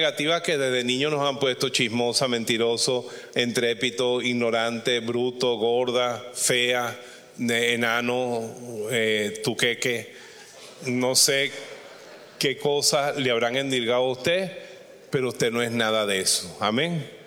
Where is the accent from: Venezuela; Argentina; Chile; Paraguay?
Venezuela; Bejuma, Carabobo; moved away; yo estuve en Navidad en Bejuma, en mi pueblo